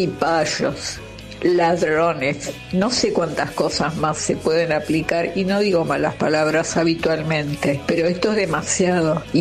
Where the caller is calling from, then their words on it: Lomas de Zamora, Buenos Aires Province, Argentina; de Lomas de Zamora.